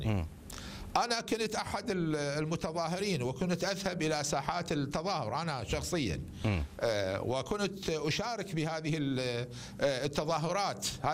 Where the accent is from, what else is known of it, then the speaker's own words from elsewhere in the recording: Iraq; نحن نعتقد كعراقيين